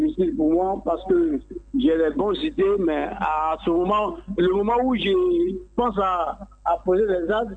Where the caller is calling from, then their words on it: Abidjan, Côte d’Ivoire; Je suis à Tegoubé, Abidjan.